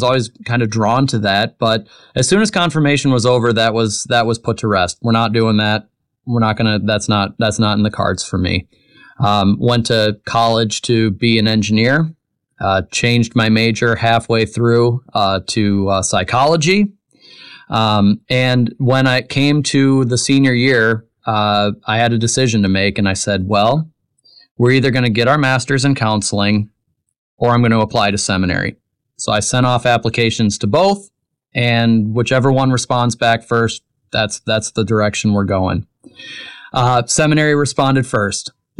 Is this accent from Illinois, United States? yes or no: no; Michigan, United States; moved away as an adult; also born or lived in Kansas; I'm from Michigan originally